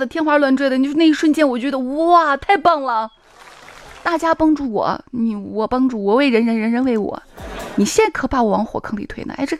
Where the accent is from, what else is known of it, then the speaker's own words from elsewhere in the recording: Shaanxi, China; accent: Shaanxi dialect; 我们陕西话就这样